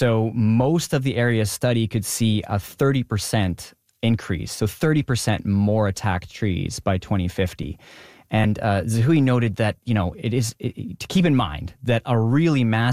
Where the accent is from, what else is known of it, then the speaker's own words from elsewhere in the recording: Prince George, British Columbia, Canada; So as a kid growing up in my hometown of Prince George, I just remember all the trees everywhere I looked dying